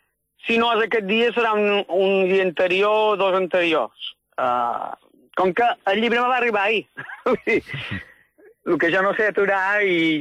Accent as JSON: {"language": "Catalan", "town": "Ciutadella", "region": "Balearic Islands", "country": "Spain", "said": "Bueno, jo som menorquí, però som de Ciutadella i primer ho faré a Ciutadella."}